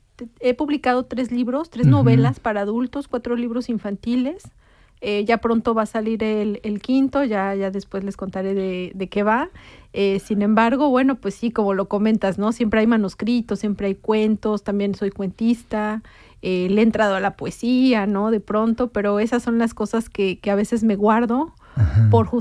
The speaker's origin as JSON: {"language": "Spanish", "region": "Puebla", "country": "Mexico", "moved": "as an adult", "lives_now": "Winterthur, Switzerland", "said": "Soy escritora, soy poblana"}